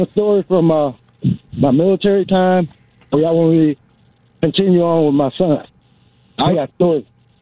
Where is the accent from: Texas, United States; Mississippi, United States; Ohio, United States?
Mississippi, United States; Hey, I grew up in Mississippi, so I can tell you.